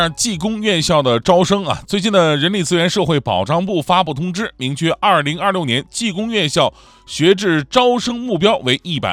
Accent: Northeast China, China; moved away; 尤其作为东北人是没有见过任何台风的

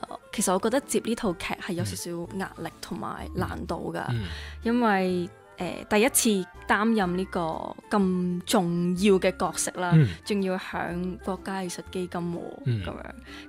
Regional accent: Macau; 我同麦思玉一样都是土生土长的澳门人跟住

